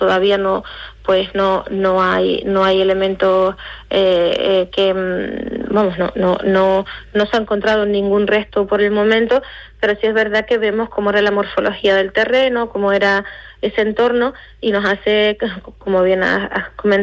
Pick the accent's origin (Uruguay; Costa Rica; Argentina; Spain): Spain; Canary Islands; nos identifica como canarios